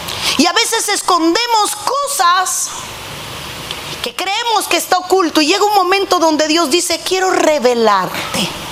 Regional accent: Cuba; moved away; en mi país, una condena por matar una vaca era más alta que por matar a un ser humano. Si alguien es cubano sabe lo que estoy hablando

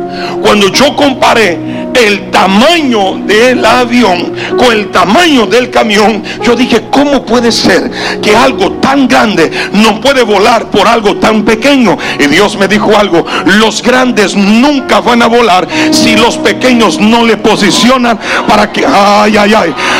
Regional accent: Brazil; Yo, como buen brasileño, levanto mi mano y llamo a la azafata.

